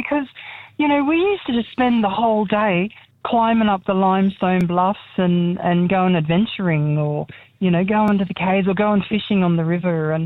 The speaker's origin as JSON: {"language": "English", "town": "Chillagoe", "region": "Queensland", "country": "Australia", "tie": "born or raised there", "said": "I'm an 80s kid, so I was born in 81. And growing up in Chiligo was the most amazing thing ever"}